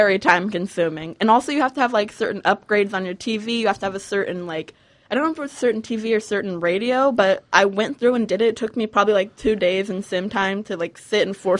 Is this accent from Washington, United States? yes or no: yes; Puyallup, Washington, United States; Yeah, I never have been to Gig Harbor, but I'm from the Puyallup-Tacoma area, so I've heard of it a lot